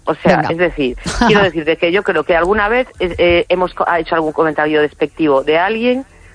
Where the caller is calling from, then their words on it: A Coruña, Galicia, Spain; de La Coruña